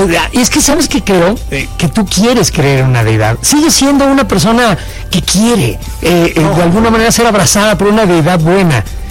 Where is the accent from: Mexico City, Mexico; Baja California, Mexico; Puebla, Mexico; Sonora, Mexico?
Mexico City, Mexico; Coyoacán, el sur de la ciudad, el Pedregal, de donde soy, tiene un olor característico, sobre todo cuando llueve.